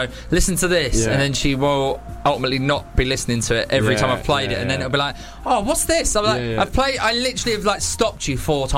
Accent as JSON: {"language": "English", "town": "Bexleyheath", "region": "London", "country": "United Kingdom", "tie": "born there", "said": "Bexley Heath."}